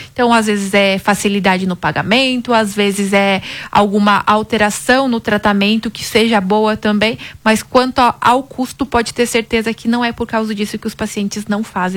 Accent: South Region, Brazil; moved away as an adult; now in Goiânia, Brazil; eu, né, sou sulista, goiana de coração, moro aqui, atuo, minha carreira praticamente é total aqui em Goiânia

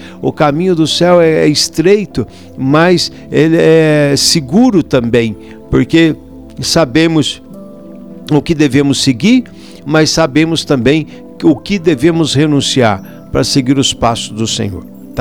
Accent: Brazil; accent: caipira; Como bom caipira, trupica

